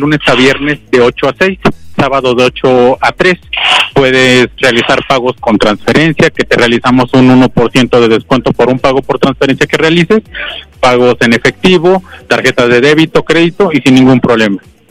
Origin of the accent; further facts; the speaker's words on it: Apizaco, Tlaxcala, Mexico; como buena pisaquense que soy